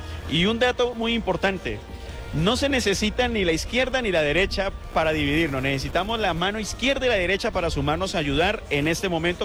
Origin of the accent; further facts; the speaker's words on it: Colombia; somos la familia llamada Colombia